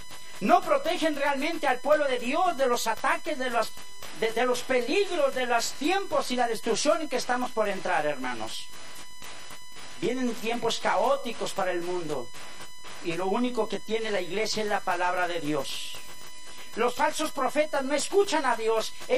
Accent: Haiti; now in United States; Cuando yo vine de Haití y llegamos a Florida, y yo en el avión podía ver toda la playa lujosísima

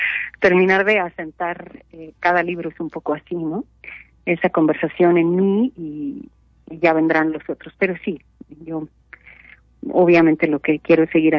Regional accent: Mexico; en mi crecimiento, en digamos la banda sonora de mi crianza en el Estado de México y en la Ciudad de México

